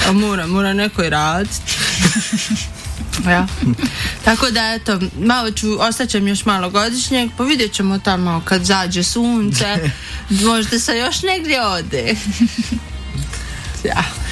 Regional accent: Tuzla, Federation of Bosnia and Herzegovina, Bosnia & Herzegovina; born there; Pa mi smo, ja znamo, sam rođena odakle, u Tuzli.

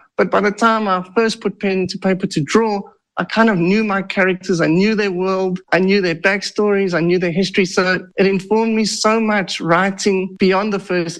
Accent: South Africa; so he moved there and I grew up in South Africa.

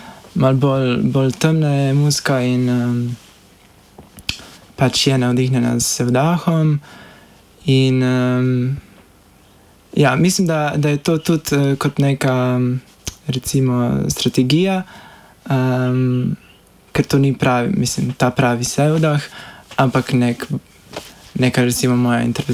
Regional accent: Banja Luka, Republika Srpska, Bosnia & Herzegovina; also born or lived in Belgrade; now in Ljubljana, Slovenia; Ja, tako živim v Ljubljani, tukaj študiram, pač iz Banjaluke sem.

